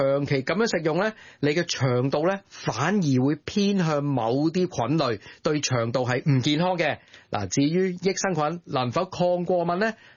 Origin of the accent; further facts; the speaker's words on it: China; 即系我哋中国人最中意食嘅啲乜嘢啊，芝麻糊啊、杏仁糊啊、花生糊嗰啲咧